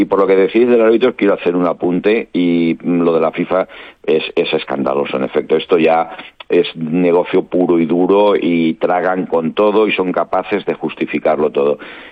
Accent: Valencian Community, Spain; como Alex y yo somos valencianos

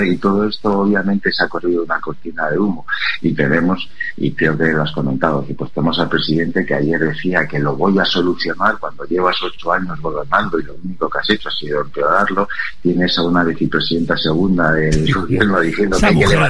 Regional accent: Galicia, Spain; como buen gallego que soy

